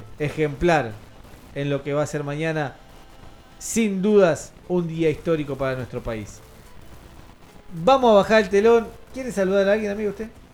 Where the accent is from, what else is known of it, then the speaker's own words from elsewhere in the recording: Argentina; guardemos nuestra argentinidad